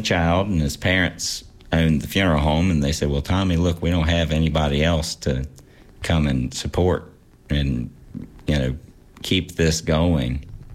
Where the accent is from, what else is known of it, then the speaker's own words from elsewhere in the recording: Clifton Forge, Virginia, United States; And that's what it was like growing up in Clifton Forge.